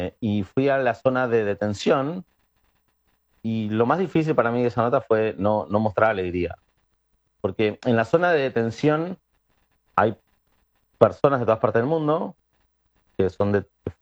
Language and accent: Spanish; Argentina